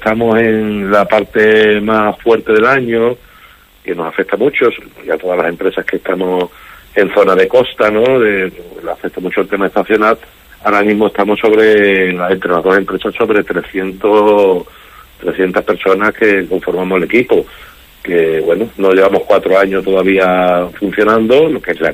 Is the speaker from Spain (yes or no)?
yes; Huelva, Andalusia, Spain; Isla Chica, mi barrio, yo soy de Isla Chica